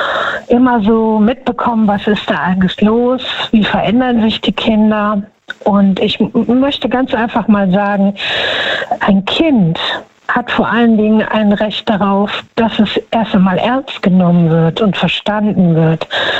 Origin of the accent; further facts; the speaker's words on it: Düsseldorf, North Rhine-Westphalia, Germany; Düsseldorf.